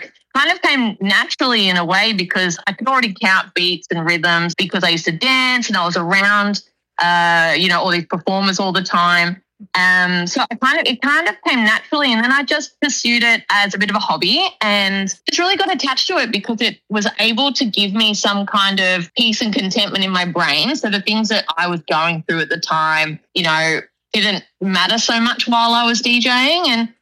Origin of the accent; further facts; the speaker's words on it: Diamond Creek, Victoria, Australia; I grew up in Diamond Creek, which is kind of borderline the birds to almost country. I went to school in St. Helena, so near Alfred.